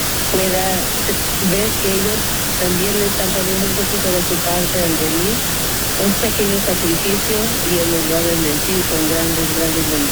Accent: San Diego, California, United States; Soy de San Diego, voy a la parroquia del Cuerpo de Cristo, Corpus Christi, algunas veces a Santa Rosa de Lima

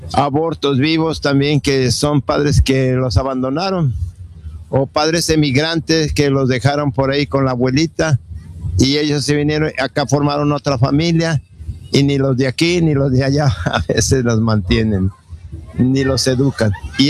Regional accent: Guadalajara, Jalisco, Mexico; now in Cuernavaca, Mexico; yo soy originario de Guadalajara. Sin embargo, vengo de la diócesis de Cuernavaca, Morelos

